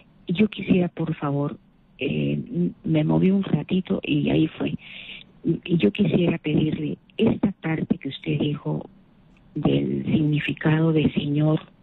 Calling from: Lima, Peru

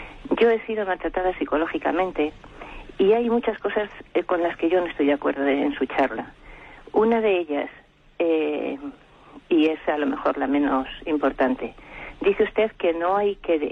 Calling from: Madrid, Community of Madrid, Spain; de Madrid.

